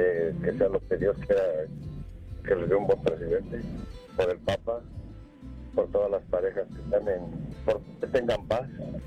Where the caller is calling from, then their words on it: Perris, California, United States; de Perry. Y lo escucho por la 1670 de Moreno Valley.